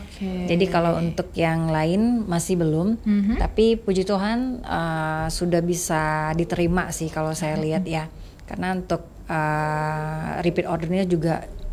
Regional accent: Pontianak, West Kalimantan, Indonesia; kita warga Pontianak

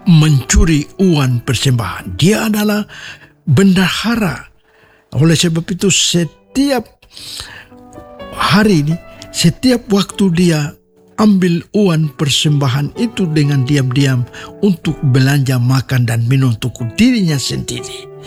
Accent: Papua, Indonesia; Jadi perkataan ini juga pasti dikatakan oleh Yawinus Yadu kepada kita orang Papua

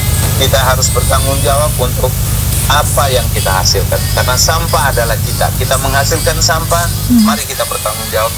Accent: Ende, East Nusa Tenggara, Indonesia; citra diri kita, jati diri kita sebagai orang Ende yang bertanggung jawab terhadap kebersihan kota.

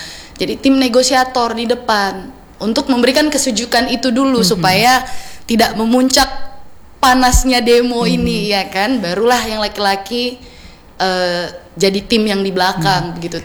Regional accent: Pontianak, West Kalimantan, Indonesia; Saya lahir besar di Kalimantan Barat, di Pontianak. Kalau ayah itu asli sukunya Bugis.

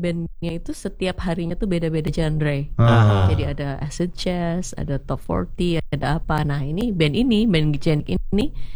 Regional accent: Surabaya, East Java, Indonesia; Jadi dulu kan aku asalnya dari Surabaya ya. Jadi aku lahir, besar, sekolah di sana ya, di Surabaya.

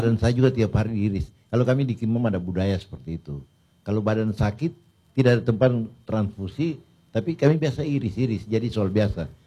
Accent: Indonesia; Yang penting kita sebagai orang Timur ya, orang Indonesia, sopan santun saja perlu mungkin untuk diketahui.

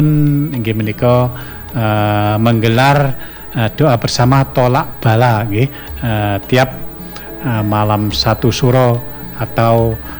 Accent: Java, Indonesia; jadi, masa-masa kecil waktu di Jawa dulu. Kayaknya mau Agustusan ini, wah, sudah mempersiapkan diri, ada perlombaan ini, perlombaan itu.

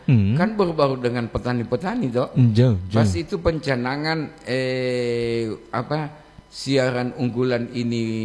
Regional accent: Gorontalo, Indonesia; saya jawab tadi Gorontalo. Saya asli Gorontalo.

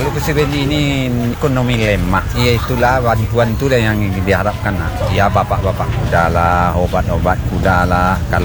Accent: Bujangalana, Indonesia; umur 62 tahun. Saya dari Bujangalana, lebih kurang 30 tahun.

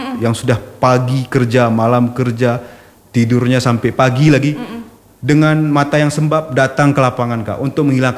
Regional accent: Aceh, Indonesia; ketika kami sampaikan kami dari Aceh

